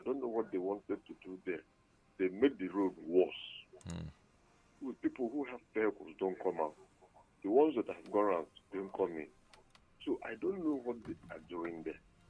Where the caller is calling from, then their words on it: Enugu, Enugu State, Nigeria; I'm calling from Enugu.